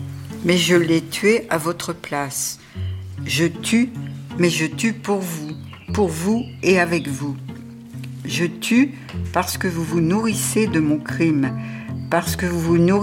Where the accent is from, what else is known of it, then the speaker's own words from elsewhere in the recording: Berck, Hauts-de-France, France; Moi, je suis née pendant la guerre, tout était détruit autour de moi. Je suis née à Berck, et c'est les Anglais d'ailleurs qui bombardaient et qui ont cassé tout. Je vivais quand j'étais petite, au milieu des ruines, au milieu des mines